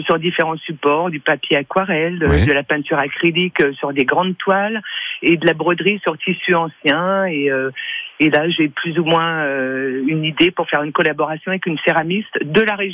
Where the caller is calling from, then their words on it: Nérignac, Nouvelle-Aquitaine, France; J'habite à Nérignac, qui est une petite commune du sud Vienne.